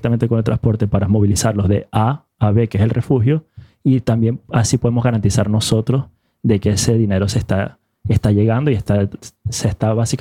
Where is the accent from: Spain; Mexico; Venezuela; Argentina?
Venezuela; now in Norway; Como venezolano, muy triste, o sea, con impotencia, con frustración, muchos sentimientos encontrados y tratando desde aquí, desde Noruega, apoyar con un granito de arena, con lo que se pueda, Venezuela.